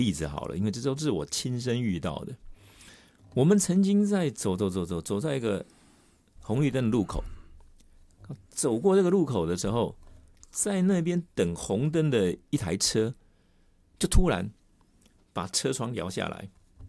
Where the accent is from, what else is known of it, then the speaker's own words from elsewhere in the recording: Taiwan; 我说我们是台湾来的